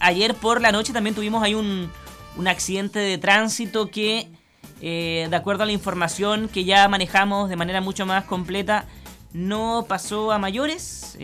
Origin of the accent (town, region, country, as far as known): Chile